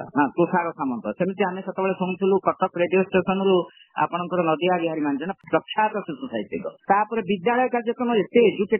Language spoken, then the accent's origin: Odia; Puri, Odisha, India; now in Keonjhar, India; ପିଲାଟି ବେଳୁ ଆମେ ତ ଆକାଶବାଣୀ କଟକ ଶୁଣି ଆସିଥିଲୁ, କାରଣ ମୋ ଘର ହେଉଛି ପୁରୀ, ଜନ୍ମଭୂମି ପୁରୀ, କର୍ମଭୂମି କେନ୍ଦୁଝର।